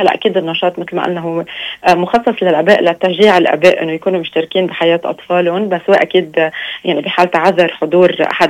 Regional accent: Aleppo, Aleppo Governorate, Syria; شكرا. أنا حلبي.

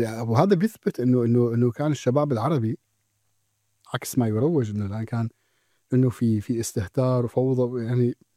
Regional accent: Deir ez-Zor, Deir ez-Zor Governorate, Syria; دير مدينتي، شو ابن دير زو

